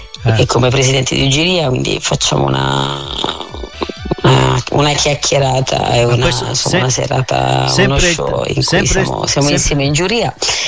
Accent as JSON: {"language": "Italian", "town": "Lesina", "region": "Apulia", "country": "Italy", "tie": "born or raised there", "said": "perché io mi esibisco un po' dappertutto, ma nel mio paese quasi mai."}